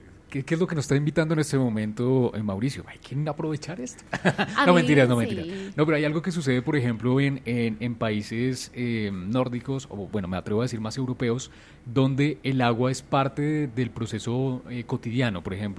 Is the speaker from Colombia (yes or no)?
yes; Bogotá, Bogotá D.C., Colombia; como capitalinos, como bogotanos